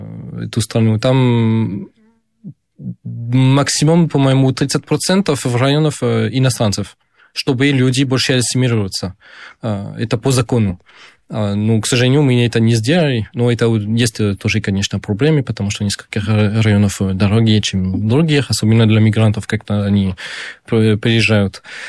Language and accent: Russian; France; Russian is a second language; moved away as an adult; now in Russia; я уезжал из Франции. Это не единственный, почему я приехал в Россию